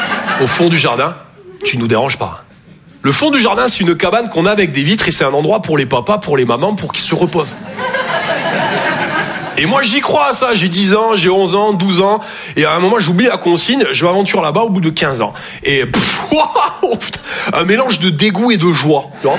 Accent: Toulouse, Occitanie, France; Je viens de Toulouse à la base. Ouais, ça s'entend un peu.

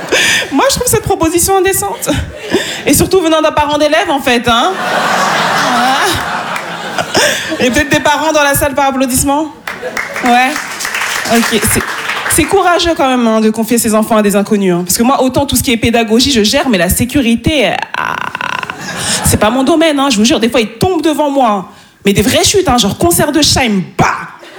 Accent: Île-de-France, France; born there

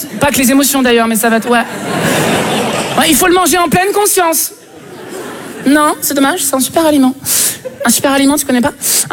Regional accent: Switzerland; now in France

